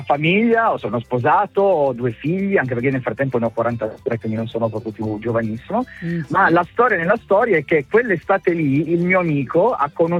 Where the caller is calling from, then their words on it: Turin, Piedmont, Italy; io di Torino